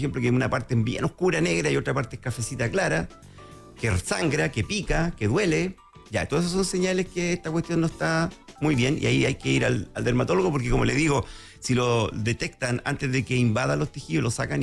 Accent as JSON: {"language": "Spanish", "country": "Chile", "said": "los locos que hicimos la vacuna somos todos chilenos."}